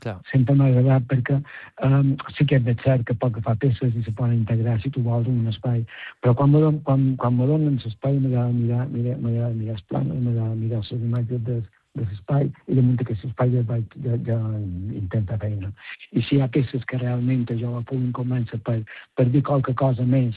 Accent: Baró, Catalonia, Spain; tinc una exposició aquí a Baró, al meu poble

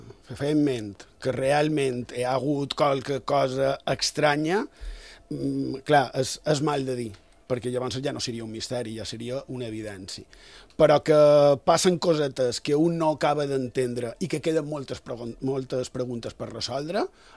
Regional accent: Palma, Balearic Islands, Spain; ja som de ciutat, som de Palma, però vaig tenir la sort d'haver pogut viscut també part de la meva infantesa a la ruralia.

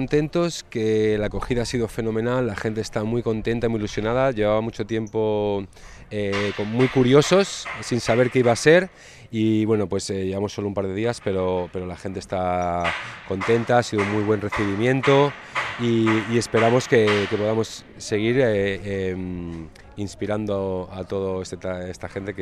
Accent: Bilbao, Basque Country, Spain; moved away as an adult; also born or lived in Scotland; now in Menorca, Spain; Yo vengo de Bilbao.

